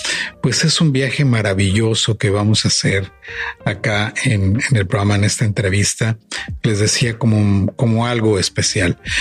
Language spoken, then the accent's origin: Spanish; Mexico